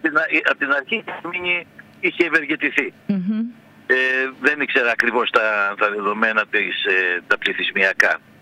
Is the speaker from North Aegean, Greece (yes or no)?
yes; Mytilinioi, North Aegean, Greece; μπορεί να είναι το χωριό μου